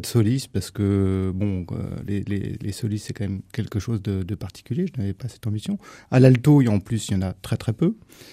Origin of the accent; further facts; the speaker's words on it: Paris, Île-de-France, France; Je suis originaire de Paris.